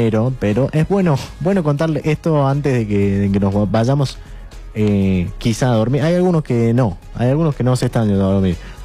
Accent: La Rioja, Argentina; somos usuarios de Edelar, todos los riojanos.

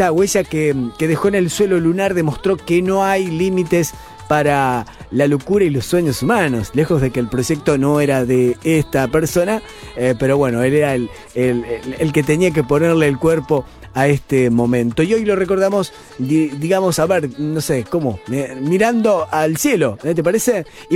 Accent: Argentina; Yo creo que los argentinos somos uruguayos y los uruguayos son argentinos, y no se rompe nada.

